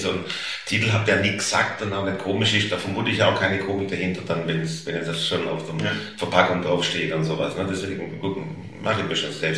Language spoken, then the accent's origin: German; Stuttgart, Baden-Württemberg, Germany; accent: Oxford-Swabian; ich komme aus Stuttgart. Spreche aber Oxford-Schwäbisch